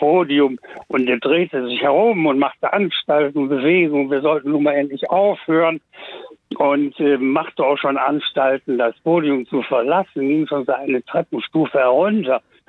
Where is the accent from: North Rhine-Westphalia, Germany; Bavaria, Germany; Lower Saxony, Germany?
North Rhine-Westphalia, Germany; Wuppertal; Aber da bin ich dann nochmal in meiner Heimatstadt Wuppertal gewesen